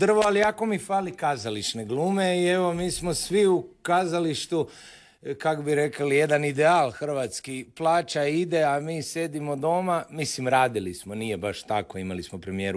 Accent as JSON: {"language": "Croatian", "town": "Zagreb", "region": "City of Zagreb", "country": "Croatia", "tie": "born or raised there", "said": "Zapravo sam rođen u Raketama, znači tu na Savskoj, smo živjeli u garsonjeri, mama, tata, sestra i ja, ali do negdje moje 3., 4. godine"}